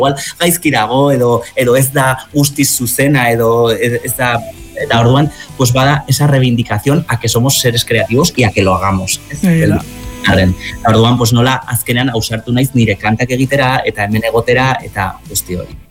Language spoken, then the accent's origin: Basque; Zubiri, Navarre, Spain; Bai, bueno, ni Zubirikoa naiz